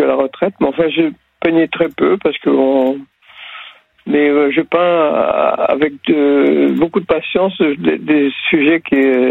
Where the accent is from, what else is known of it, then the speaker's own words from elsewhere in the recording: Brittany, France; moved away; parce que je suis breton